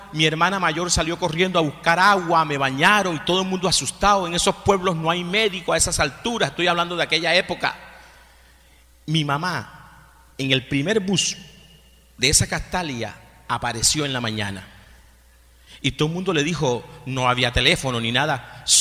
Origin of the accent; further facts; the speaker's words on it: Villanueva, Bolívar, Colombia; moved away; Yo soy de un pueblo que se llama Villanueva.